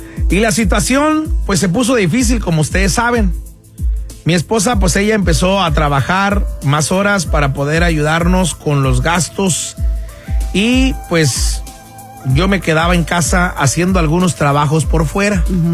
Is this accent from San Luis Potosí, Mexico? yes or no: yes; San Luis Potosí, Mexico; los escucho aquí en Del Valle, soy de San Luis Potosí.